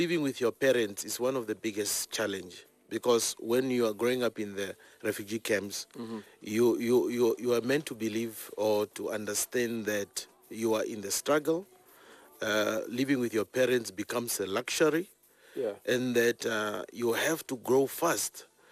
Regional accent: Angola; moved away; also born or lived in East Germany; And you must remember that whilst we're coming from Angola, we were also trained, or we lived into a more socialist setup, a communist setup. So when we went to East Germany, it was even more a communist country.

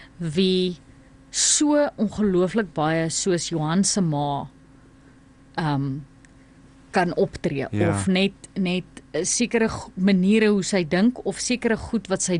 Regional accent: Namibia; moved away as an adult; also born or lived in Cape Town, South Africa

